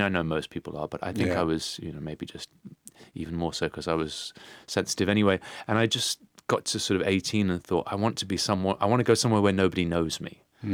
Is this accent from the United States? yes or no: no; United Kingdom; moved away as an adult